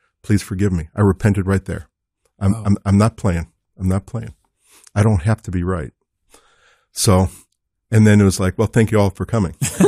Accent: New Jersey, United States; I mean, I can do it, even though I'm from New Jersey. I can do it.

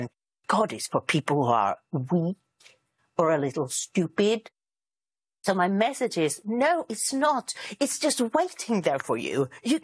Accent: Sweden; I'm from Sweden

